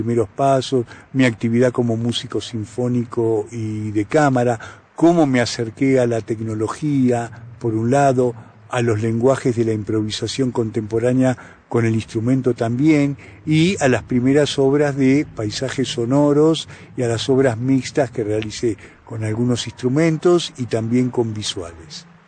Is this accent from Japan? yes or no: no; Argentina; de Argentina, anfitrión esta noche en Testimonios de Oídas